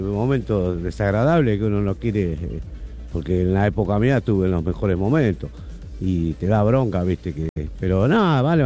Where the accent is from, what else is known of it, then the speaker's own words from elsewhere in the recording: General Pinto, Buenos Aires Province, Argentina; yo soy de Pinto